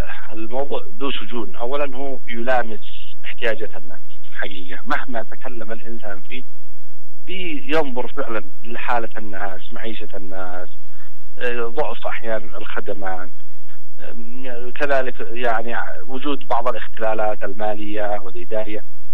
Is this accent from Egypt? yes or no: no; Yemen; وإحنا بنقول كأنصار الله نحن جزء من اليمن